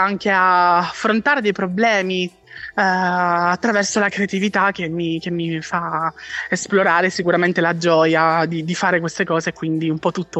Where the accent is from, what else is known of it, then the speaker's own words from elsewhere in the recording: Catania, Sicily, Italy; Io provengo da Catania ed è una città molto, molto viva, ma è viva, è un vivere diverso rispetto a Milano.